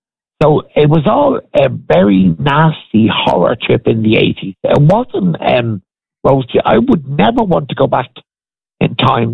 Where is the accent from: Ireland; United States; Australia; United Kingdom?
Ireland; Dublin, Leinster; born there; I came from Dolphin's Barn.